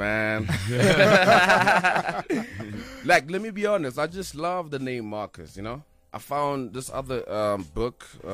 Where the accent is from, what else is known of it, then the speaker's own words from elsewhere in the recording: Mpumalanga, South Africa; English is a second language; No, I'm actually from Denelton and Mpumalanga, but you know, Bedi people out there in Limpopo. Shout out to my Bedi people.